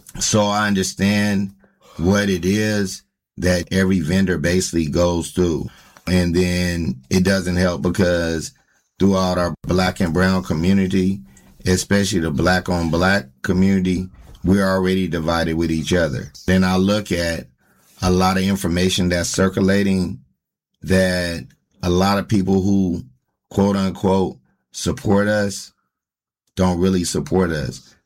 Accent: San Francisco, California, United States; I'm born and raised in San Francisco, Hunters Point.

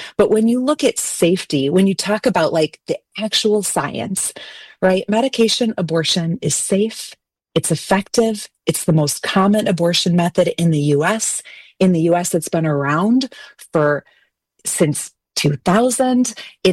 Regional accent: Iowa, United States; And here in my home state of Iowa, it's actually six times more likely.

